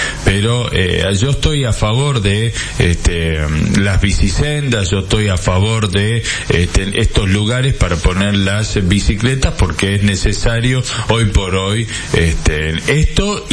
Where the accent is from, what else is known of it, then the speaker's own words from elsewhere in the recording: Salta, Argentina; así somos los salteños